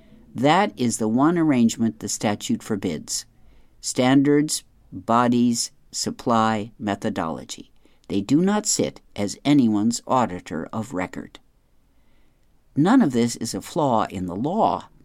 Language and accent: English; Pennsylvania, United States; In my home state of Pennsylvania, for example, school districts banned nearly 300 books between 2023 and 2025.